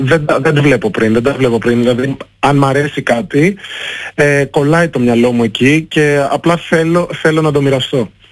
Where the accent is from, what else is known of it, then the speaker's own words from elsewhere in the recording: Greece; Η μαμά μου είναι Αφρικανίδα και ο μπαμπάς μου είναι Έλληνας. Έχω γεννηθεί και έχω μεγαλώσει στην Ελλάδα.